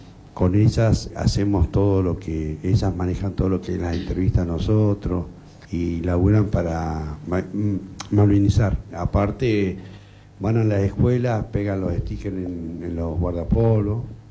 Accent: Río Seco, Argentina; born there; soy nacido acá en Río Seco.

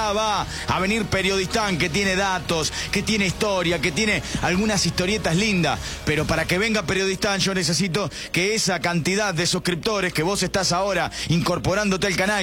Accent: Arrecifes, Buenos Aires Province, Argentina; soy, por ejemplo, de Arrecifes. ¿Habrá gente de Arrecifes donde yo soy nacido y criado también?

